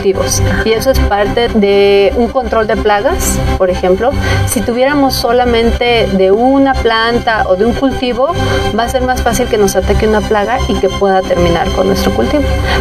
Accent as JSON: {"language": "Spanish", "country": "Mexico", "said": "La dalia es la flor nacional, es la flor que nos representa como mexicanos."}